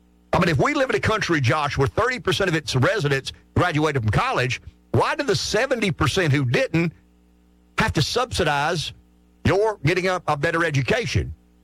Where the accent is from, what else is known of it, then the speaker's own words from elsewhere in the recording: South Carolina, United States; I am a lifer from South Carolina who doesn't like 50% of the students in South Carolina being from New Jersey, New York, Massachusetts.